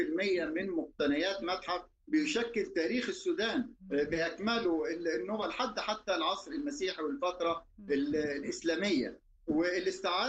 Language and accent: Arabic; Egypt; أنا كمصري